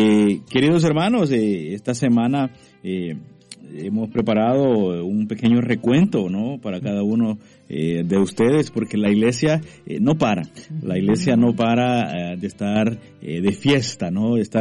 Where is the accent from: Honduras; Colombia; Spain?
Honduras; now in United States; mi pueblo ahorita allá en Honduras está de fiesta.